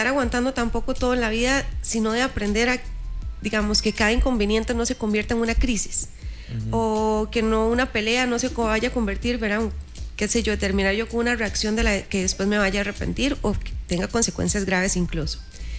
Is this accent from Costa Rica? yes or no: yes; Costa Rica; accent: Costa Rican; cuando veníamos como cabizbajos o sí, o como huevadillos, ¿verdad? Como muy tico decirlo así.